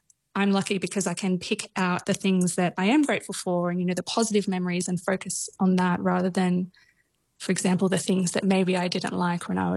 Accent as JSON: {"language": "English", "town": "Bairnsdale", "region": "Victoria", "country": "Australia", "tie": "born or raised there", "said": "It was actually a one-hour journey because I grew up in Bairnsdale, but the high school that I went to was in Sale, which is about an hour outside of Bairnsdale."}